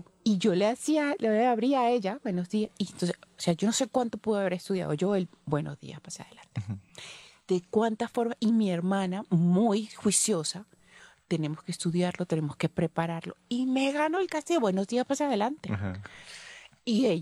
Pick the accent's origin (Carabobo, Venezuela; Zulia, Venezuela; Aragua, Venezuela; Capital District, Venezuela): Carabobo, Venezuela; Valencia; yo soy de Valencia, mi hermana llegaba a Valencia y eso era